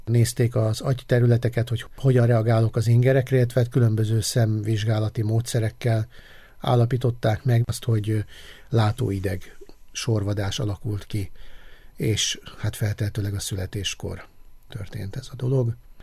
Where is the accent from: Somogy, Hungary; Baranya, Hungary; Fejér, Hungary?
Somogy, Hungary; Kaposvár; born there; Aztán, amikor az általános iskolát befejeztem, akkor gimnáziumba kerültem, már otthon Kaposváron.